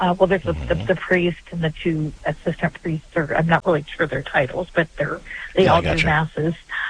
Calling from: Columbus, Ohio, United States; Hi, I'm calling from the Columbus, Ohio area.

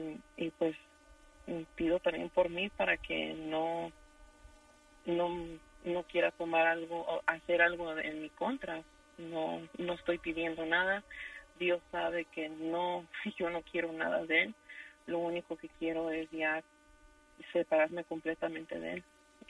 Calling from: California, United States; hablo de California.

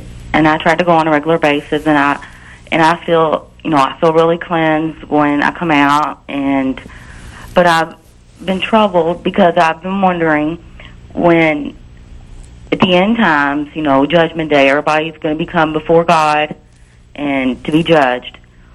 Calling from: Louisville, Kentucky, United States; I'm from Louisville, Kentucky.

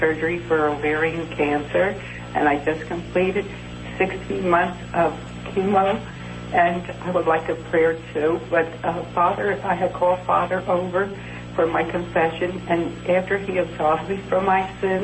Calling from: New Jersey, United States; from New Jersey.

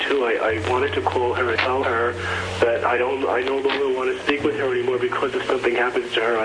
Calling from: New Jersey, United States; Hello, Mother Angelica. … I'm calling from New Jersey.

